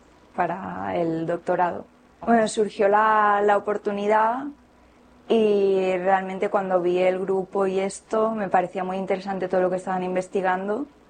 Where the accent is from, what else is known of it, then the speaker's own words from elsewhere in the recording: Catalonia, Spain; moved away as an adult; now in Talca, Chile; yo vengo de España, de Cataluña, estoy en la Universidad Rovira y Virgili y ahora estoy haciendo una estancia internacional para el doctorado.